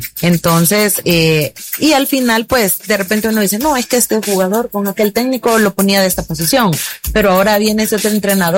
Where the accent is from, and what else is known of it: El Salvador